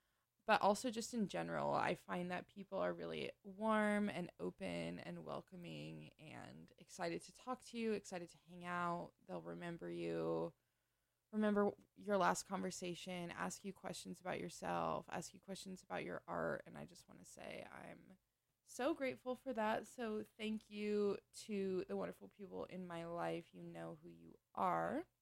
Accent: San Diego, California, United States; moved away as an adult; also born or lived in Los Angeles / Chicago; now in San Francisco, United States; I was born and raised in SoCal. I went to college in SoCal. You know, I've lived in San Diego and LA and Chicago, but really where I've spent most of my life is San Diego.

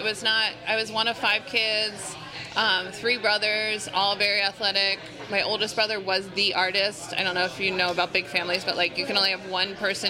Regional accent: Easton, Pennsylvania, United States; moved away as an adult; also born or lived in New York / Puerto Rico / upstate New York; So I'm from Easton, Pennsylvania, where they make the Crayola crayons.

